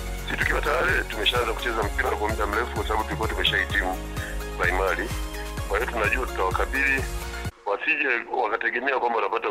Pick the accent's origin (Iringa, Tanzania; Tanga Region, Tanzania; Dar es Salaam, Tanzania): Iringa, Tanzania; Tanangozi; natokea Tanangozi